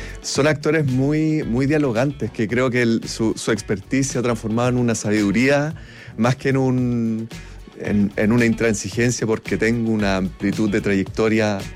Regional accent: Concepción, Biobío, Chile; Soy de Concepción

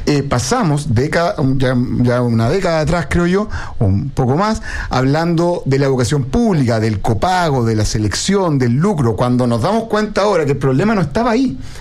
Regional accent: Chile; como chilenos estamos mal invirtiendo

